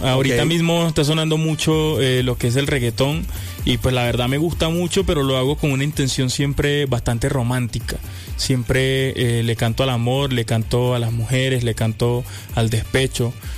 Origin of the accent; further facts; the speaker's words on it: Venezuela; Yo soy venezolano.